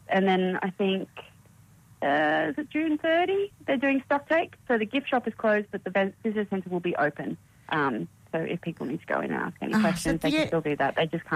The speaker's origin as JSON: {"language": "English", "town": "Narrabri", "region": "New South Wales", "country": "Australia", "tie": "born or raised there", "also_born_or_lived": "Queensland", "said": "I was born in Queensland, but I was raised in Narrabri."}